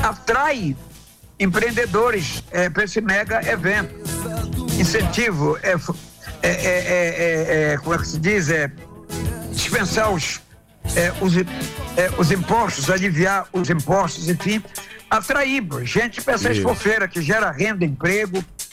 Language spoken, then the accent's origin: Portuguese; Amapá, Brazil; eu como amapaense, como entusiasta pela minha terra